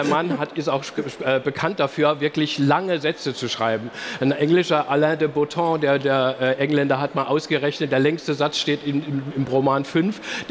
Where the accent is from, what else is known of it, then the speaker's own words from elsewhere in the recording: Heidelberg, Baden-Württemberg, Germany; da habe ich studiert und bin aufgewachsen.